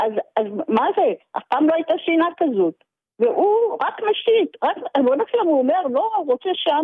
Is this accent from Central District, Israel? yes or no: yes; Petah Tikva, Central District, Israel; moved away as an adult; now in Tel Aviv, Israel; אני ילידת פתח תקווה, כל החיים גרתי פתח תקווה, עברתי רק בגלל הבת שלי שגרה כאן